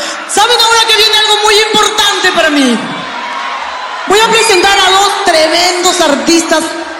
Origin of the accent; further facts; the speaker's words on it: Puerto Maldonado, Madre de Dios, Peru; la bandera de mi tierra, de Madre de Dios. Puerto Maldonado, Madre de Dios.